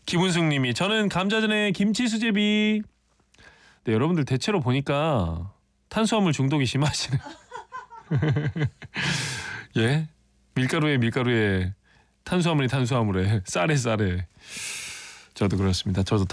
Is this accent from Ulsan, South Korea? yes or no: yes; Ulsan, South Korea; moved away; 경주는 또 제가 울산 고향이라 소풍 갈 때마다 이제 봤던 곳이기도 하고 지금 저희 부모님이 또 계시는 곳이라